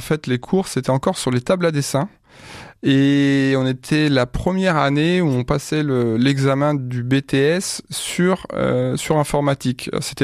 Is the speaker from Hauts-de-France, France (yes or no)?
no; Chavagnes-les-Redoux, Pays de la Loire, France